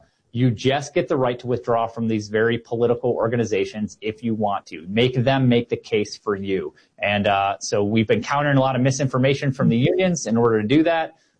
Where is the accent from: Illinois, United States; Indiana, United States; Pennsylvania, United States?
Illinois, United States; But if you were from like my home state of Illinois, where my parents, you know, my dad was a school teacher, they could force you whether you wanted to or not.